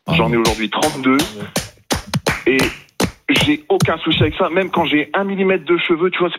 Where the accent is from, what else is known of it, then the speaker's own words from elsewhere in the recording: Condé-sur-l'Escaut, Hauts-de-France, France; born there; now in Dijon, France; Je viens de Condé-sur-l'Escaut, dans le Nord.